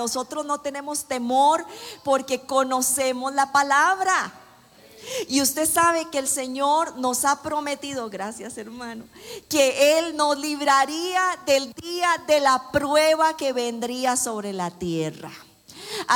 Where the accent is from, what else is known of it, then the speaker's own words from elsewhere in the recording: Costa Rica; now in Panama; yo vengo de un país donde tiembla cada rato, ¿verdad? Nosotros los ticos